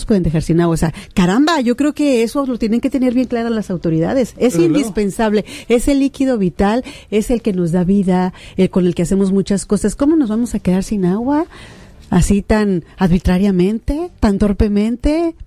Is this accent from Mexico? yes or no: yes; Culiacán, Sinaloa, Mexico; todo este sentimiento que traemos los culichis y los sinaloenses